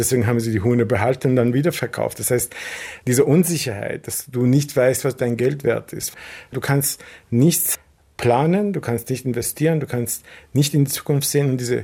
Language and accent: German; Vienna, Austria